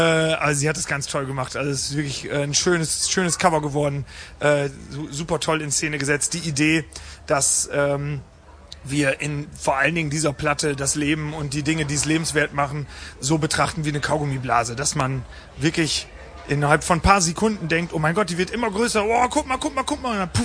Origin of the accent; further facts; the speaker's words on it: Osnabrück, Lower Saxony, Germany; wir kommen aus Osnabrück